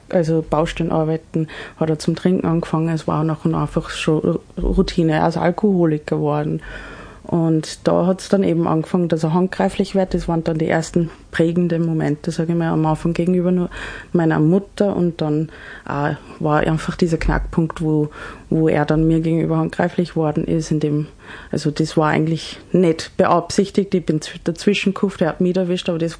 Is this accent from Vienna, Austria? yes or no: no; Salzburg, Austria; born there; German is a second language; also born or lived in Canada; Also ich bin als junges Dirndl im Pinzgau gezogen, aus einem fremden Land